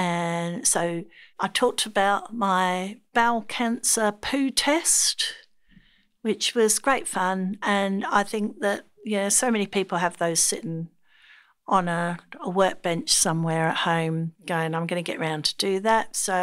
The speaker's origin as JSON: {"language": "English", "country": "Ireland", "said": "As an Irish Catholic"}